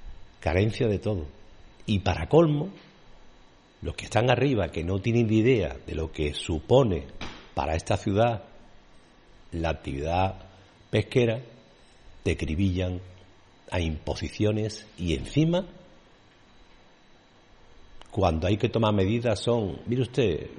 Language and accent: Spanish; Sanlúcar de Barrameda, Andalusia, Spain; Soy hijo de marinero, me crié en Bajo de Guía